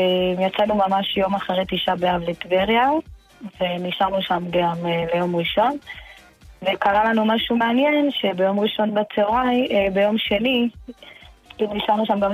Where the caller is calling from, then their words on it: Jerusalem, Jerusalem District, Israel; אנחנו מירושלים.